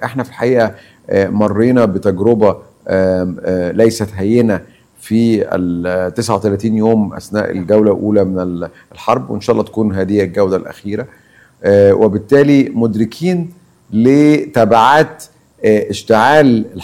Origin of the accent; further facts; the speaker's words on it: Egypt; moved away as an adult; now in Lebanon; على قلوبنا كمصريين